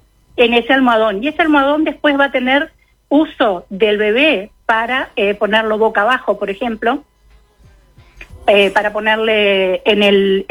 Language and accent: Spanish; Tacuarembó, Uruguay